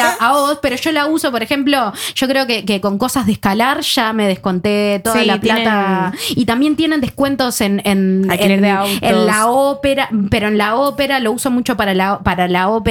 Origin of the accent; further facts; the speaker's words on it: Uruguay; now in Norway; yo como uruguaya